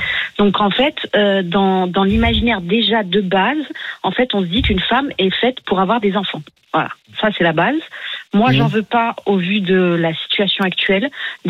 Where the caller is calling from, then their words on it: Algeria; moi, en plus, je suis algérienne